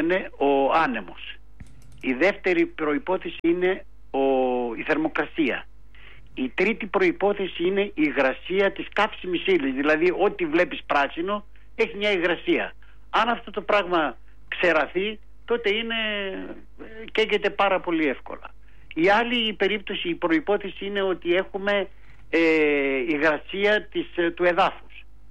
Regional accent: Eiriniko, Central Macedonia, Greece; Είμαι στο χωριό μου, στο Κιλκής, λέγεται Ειρηνικό το χωριό. Εάν ήμουν στην Αθήνα θα ήμασταν στο στούντιο μαζί.

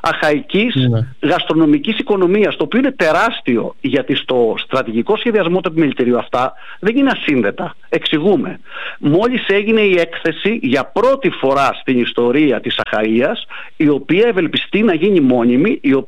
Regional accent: Greece

